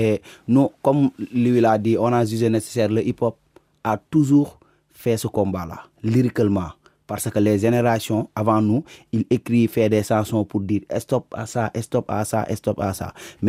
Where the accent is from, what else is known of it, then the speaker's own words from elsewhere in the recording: Senegal; Yes, on est des Africains, on est des Sénégalais, mais aussi, comme on dit, au-delà de la musique, on doit donner notre contribution en tant que des personnes qui viennent de Sénégal